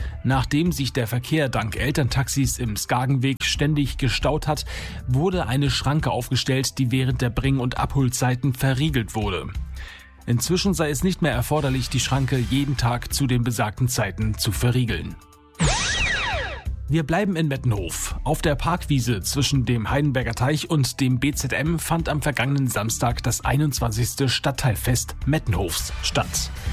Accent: Kiel, Schleswig-Holstein, Germany; also born or lived in Berlin; Leben gerufen habe ich sie 2019, als ich von Berlin nach Kiel zurückzog und wissen wollte, was in meiner Heimatstadt aktuell passiert.

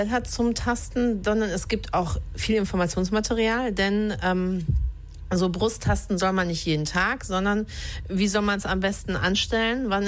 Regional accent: North Rhine-Westphalia, Germany; now in Dithmarschen, Germany; Ich bin ja aus dem Ruhrpott hoch nach Dithmarschen gekommen

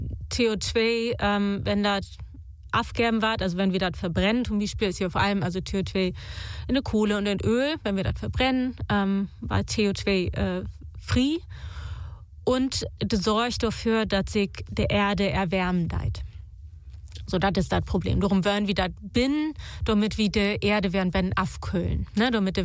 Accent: Northern Germany, Germany; Das sieht man bei uns in Norddeutschland natürlich nicht so extrem.

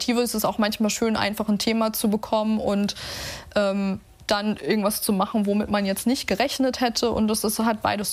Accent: Kiel, Schleswig-Holstein, Germany; Und ich habe Großteil meiner Kindheit in Suxdorf verbracht.

